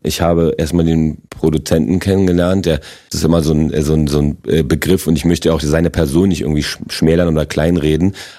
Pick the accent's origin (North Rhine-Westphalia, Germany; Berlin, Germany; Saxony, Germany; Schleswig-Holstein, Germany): Berlin, Germany; accent: Berlin; also born or lived in Poland; Berlin der Fall und das ist meine Heimat